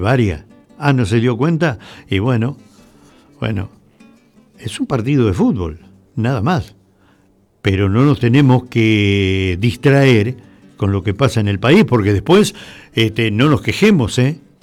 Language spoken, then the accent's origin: Spanish; Argentina; somos argentinos